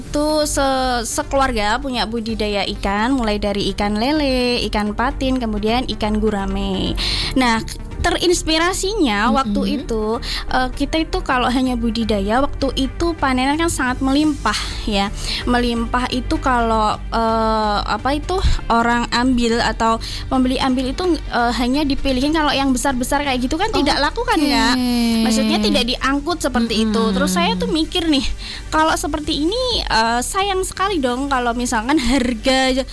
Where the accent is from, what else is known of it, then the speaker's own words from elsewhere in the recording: Winong, Java, Indonesia; Saya asli kelahiran dari desa Winong.